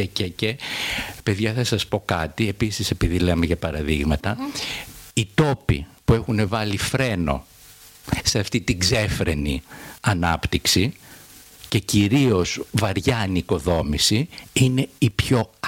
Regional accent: Athens, Attica, Greece; σαν Αθηναίος επίσης πολίτης να σας πω

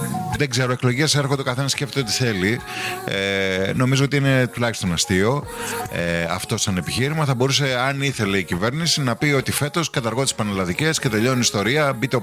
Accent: Greece; εμείς ως Έλληνες

